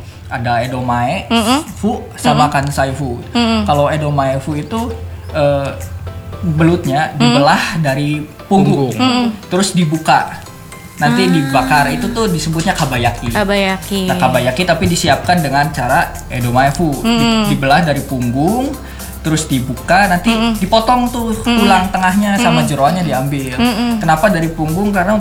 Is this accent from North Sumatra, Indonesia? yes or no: no; Cianjur, West Java, Indonesia; Aku dari Cianjur kan, terkenal belutnya.